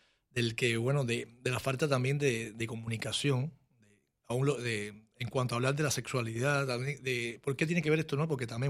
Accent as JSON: {"language": "Spanish", "country": "Panama", "said": "yo soy panameño también."}